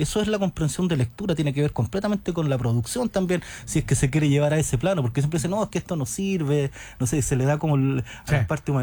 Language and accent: Spanish; Chile; Y que es tan importante todo esto que nos acordamos de que somos chilenos.